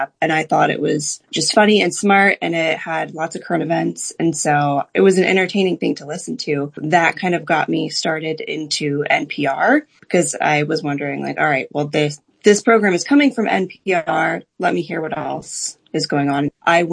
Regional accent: Wilmington, United States; from Wilmington.

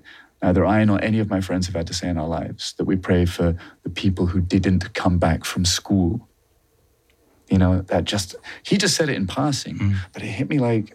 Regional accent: United Kingdom; because I'm a Brit, I was nervous I was going to get dehydrated

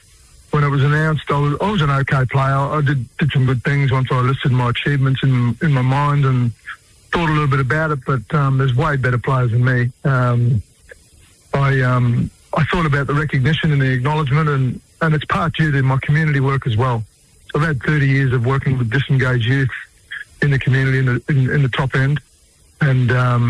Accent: Northern Territory, Australia; But I was actually born and raised on Larrakia country in the Northern Territory, but that's where my grandmother originates from.

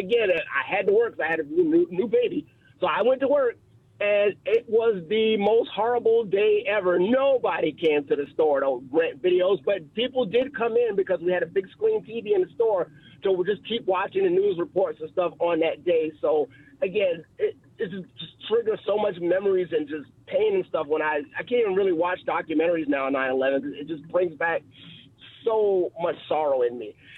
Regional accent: Jersey City, New Jersey, United States; I am originally from Jersey City, New Jersey, just across the Hudson River.

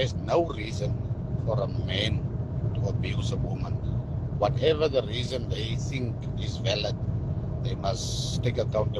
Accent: Northern Cape, South Africa; from the Northern Cape.

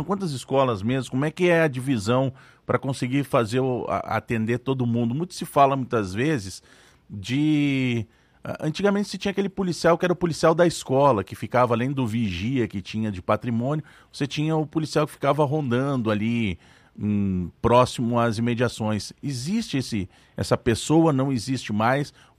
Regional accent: Rio Grande do Sul, Brazil; moved away; isso eu falando lá do Rio Grande do Sul, que é onde eu nasci

